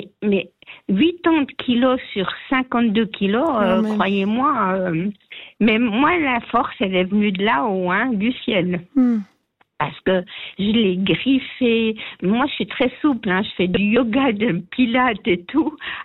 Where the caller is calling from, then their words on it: Vevey, Vaud, Switzerland; j'habite à Vevey, proche de Vevey